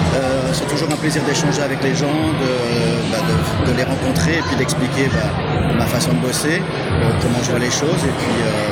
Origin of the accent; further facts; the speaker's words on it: Reims, Grand Est, France; moved away; je suis originaire de Reims.